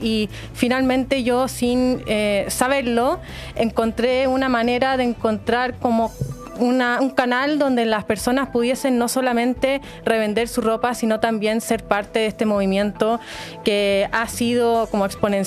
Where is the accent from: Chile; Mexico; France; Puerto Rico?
Chile; moved away as an adult; also born or lived in Milan; sabiendo que en mi país existía un problema ambiental gigante, que eran, bueno, estos vertederos clandestinos que existen en el norte de Chile.